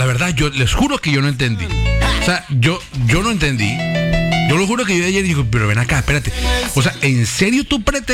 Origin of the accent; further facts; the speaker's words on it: Patagonia, Argentina; sabés que soy argentino desde la cuna, que te digo que me he criado en la Patagonia, hostia.